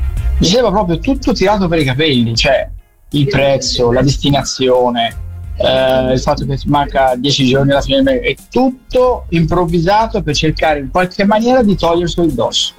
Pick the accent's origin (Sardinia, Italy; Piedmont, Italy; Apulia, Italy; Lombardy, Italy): Lombardy, Italy; Brescia; Ciao, sono da Brescia.